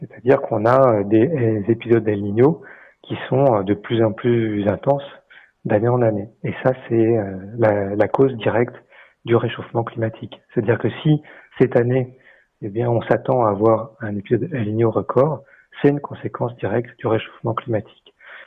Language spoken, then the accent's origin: French; New Caledonia; chez nous, en Calédonie